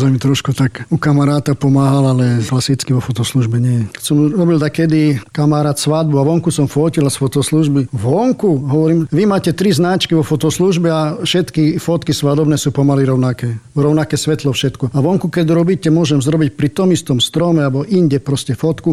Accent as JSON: {"language": "Slovak", "town": "Prešov", "region": "Prešov Region", "country": "Slovakia", "tie": "born or raised there", "said": "Prešov je moje rodné mesto, je tu pekne, páči sa mi tu, prečo by som odchádzal."}